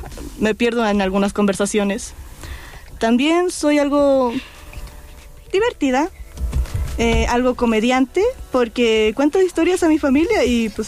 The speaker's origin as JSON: {"language": "Spanish", "country": "Chile", "said": "Yo soy de Chile, aunque mis padres son bolivianos."}